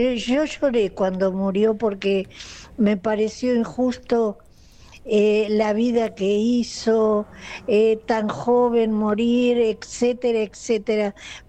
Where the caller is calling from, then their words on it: José León Suárez, Buenos Aires Province, Argentina; vivo en José León Suárez.